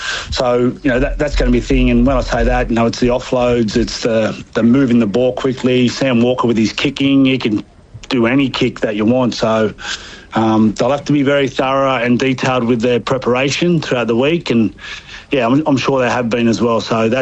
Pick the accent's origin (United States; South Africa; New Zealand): New Zealand; as a, you know, as a Kiwi team and Kiwi squad, our attack's always improved